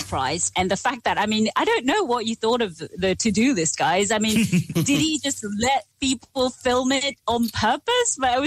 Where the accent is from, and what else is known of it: Japan